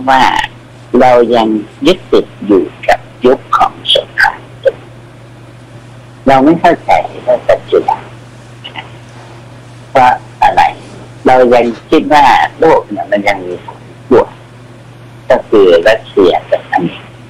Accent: Vientiane Province, Laos; พอข้ามไปปุ๊บนั่นแหละครับเรียกว่าบ้านเกิดบ้านเกิดก็เลยอยู่ในแขวงเวียงจันทร์ไม่ใช่นครหลวง

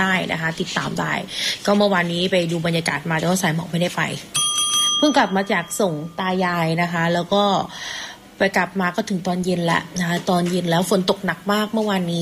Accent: Southern Thailand, Thailand; now in Surat Thani, Thailand; ถ้าเราเป็นคนใต้เราก็รู้จักกันดีอยู่แล้วนะ

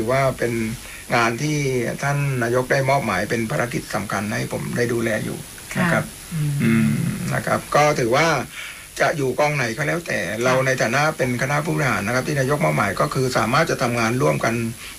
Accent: Chumphon, Thailand; อย่าลืมว่าเราเป็นคนชุมพร

